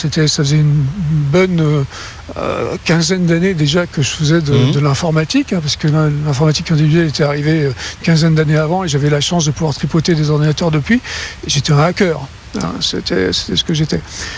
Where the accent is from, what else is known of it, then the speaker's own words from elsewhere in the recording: France; accent: French; French is a second language; now in United States; Donc j'ai gardé un accent très français aujourd'hui, mais... mais bon, ça va mieux. Et donc, j'ai appris à parler anglais.